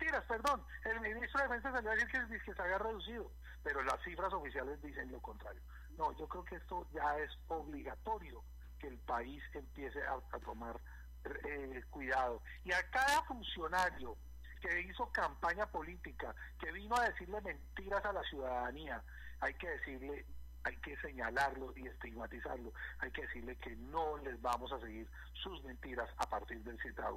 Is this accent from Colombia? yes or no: yes; Colombia; así como ellos son colombianos, nosotros somos colombianos.